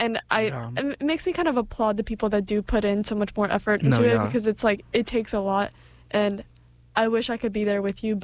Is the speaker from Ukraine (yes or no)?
yes; Ukraine; now in Boston, United States; I'm from Ukraine